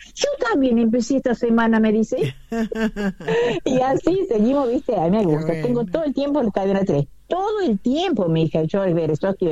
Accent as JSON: {"language": "Spanish", "town": "Sebastián Elcano", "region": "Córdoba", "country": "Argentina", "also_born_or_lived": "Buenos Aires", "said": "Soy del norte de Córdoba, yo soy de Sebastián Elcano."}